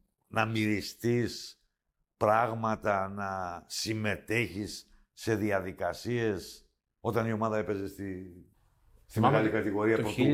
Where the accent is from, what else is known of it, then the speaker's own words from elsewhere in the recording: Amari, Crete, Greece; Στο χωριό μου εδώ, στο Αμάρι, έτσι το λένε.